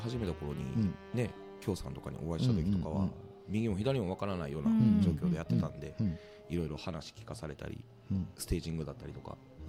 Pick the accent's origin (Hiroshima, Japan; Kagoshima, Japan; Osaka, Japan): Osaka, Japan; 僕大阪出身なんですけども